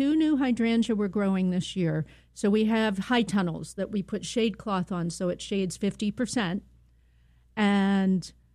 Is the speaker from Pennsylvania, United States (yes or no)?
yes; Pennsylvania, United States; now in Minnesota, United States; When I grew up in Pennsylvania, we could get the pink and the blue hydrangeas